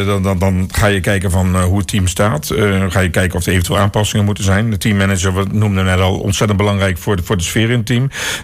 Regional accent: Gelderland, Netherlands; ik kom zelf uit het Arnhemse

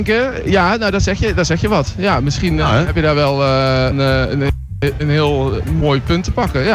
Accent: Ewijk, Gelderland, Netherlands; Ewijk, bij Nijmegen.

